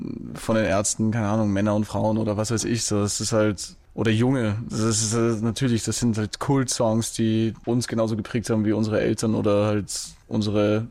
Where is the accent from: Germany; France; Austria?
Austria; Vienna; What's up? Wir sind aus Wien und ihr hört gerade Sounds and Stories